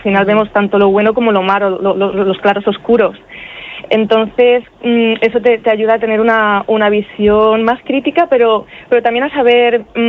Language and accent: Spanish; Benidorm, Valencian Community, Spain; yo soy de Benidorm, entonces claro, aquí de alguna manera hablo de mis diarios de preadolescente y de postadolescente y claro, al final todo esto bajo el marco espacial que es mi ciudad, que es Benidorm.